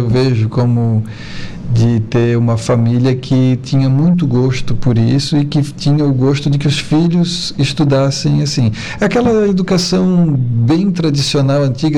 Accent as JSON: {"language": "Portuguese", "town": "Florianópolis", "region": "Santa Catarina", "country": "Brazil", "tie": "born there"}